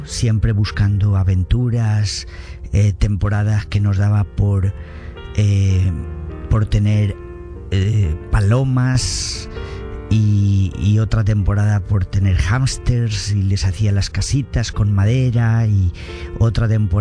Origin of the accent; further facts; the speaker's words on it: Valencia, Valencian Community, Spain; Soy de Valencia, España, pues soy el menor de 4 hermanas.